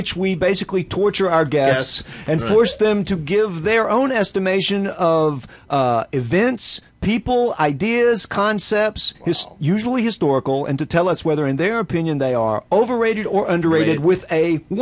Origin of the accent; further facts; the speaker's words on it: the South, United States; as a Southerner who came out of a Calvinist tradition